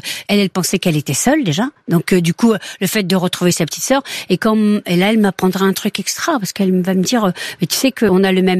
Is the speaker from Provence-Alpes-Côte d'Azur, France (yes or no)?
no; Pays de la Loire, France; moi, je suis originaire d'Anjou.